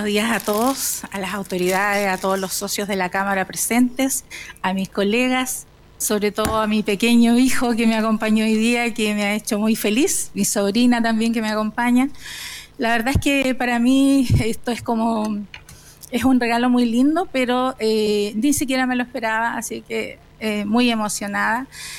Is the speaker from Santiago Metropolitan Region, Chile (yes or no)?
no; Portezuelo, Ñuble, Chile; now in Chillán, Chile; muchas personas de Chillán y de sus alrededores, como yo, que vengo de la comuna de Portezuelo, orgullosa, portezolana